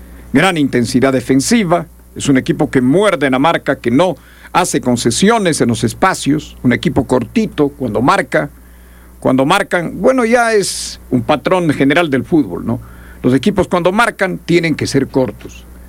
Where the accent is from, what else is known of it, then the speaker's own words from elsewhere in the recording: Ecuador; los ecuatorianos festejamos